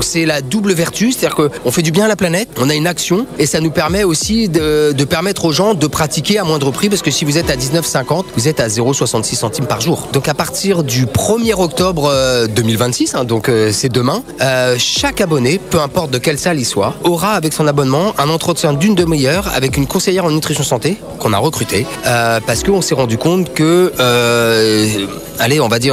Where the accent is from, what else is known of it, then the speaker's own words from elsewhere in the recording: Paris, Île-de-France, France; born there; moved away; je suis parisien de naissance